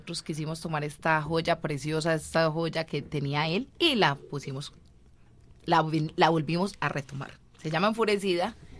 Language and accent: Spanish; Marinilla, Antioquia, Colombia; Yo soy de Marinilla, Antioquia, Colombia.